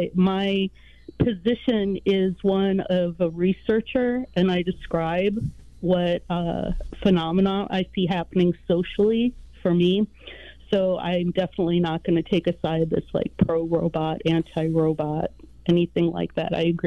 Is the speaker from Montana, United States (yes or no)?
no; Wisconsin, United States; I'm from Wisconsin